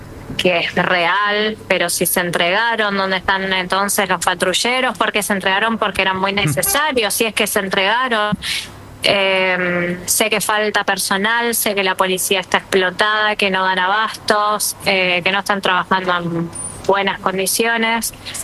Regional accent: San Justo, Buenos Aires Province, Argentina; O sea, yo soy de San Justo toda la vida y San Justo está muy feo, San Justo está muy inseguro

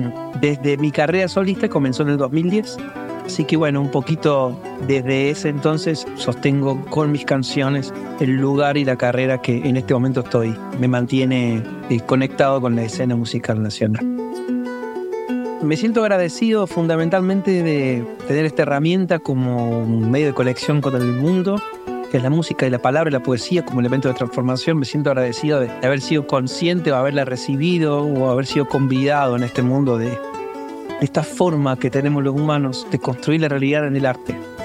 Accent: Córdoba, Argentina; born there; soy músico, compositor de la ciudad de Córdoba capital.

